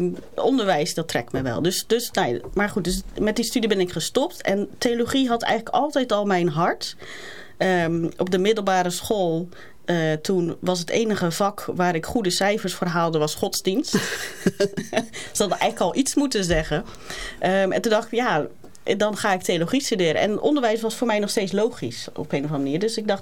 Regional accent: Ridderkerk, South Holland, Netherlands; Grotendeels in Ridderkerk. Ja, ik ben vrij vaak verhuisd, maar grotendeels in Ridderkerk. En ik ben opgegroeid in de Gereformeerd Vrijgemaakte Kerk.

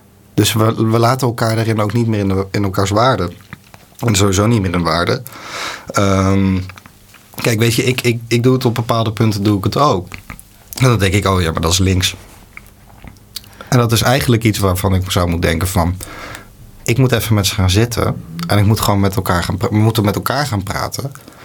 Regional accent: Netherlands; Ja, nee, ik bijvoorbeeld dan weer niet. Ik voel me echt gewoon een Nederlander.

